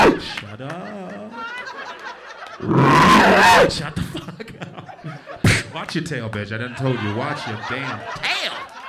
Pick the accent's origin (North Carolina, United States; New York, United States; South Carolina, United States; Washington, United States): New York, United States; I'm a New Yorker, so I don't give a fuck.